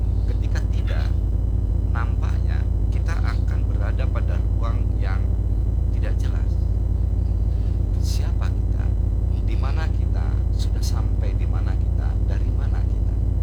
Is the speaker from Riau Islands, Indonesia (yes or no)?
no; South Kalimantan, Indonesia; Mau seperti apapun, mau kemana pun, mau modern, mau kontemporer, tetapi harus ingat, kita itu adalah Banjar.